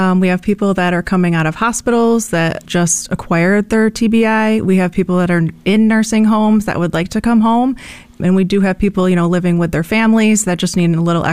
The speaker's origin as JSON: {"language": "English", "town": "Syracuse", "region": "New York", "country": "United States", "tie": "born or raised there", "said": "So I was born and raised in Syracuse, grew up here my whole life. I've been married for almost 10 years now, and I live in Westvale"}